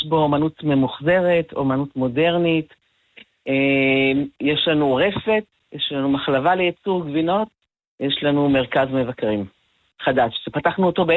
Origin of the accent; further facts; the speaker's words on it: Nahariya, Northern District, Israel; moved away as an adult; now in Amka, Israel; אני קודם כל נולדתי בנהריה, גדלתי שם, התחתנתי עם עזריאל, שהוא בן ממשיך פה במושב עמקה, אז באנו פה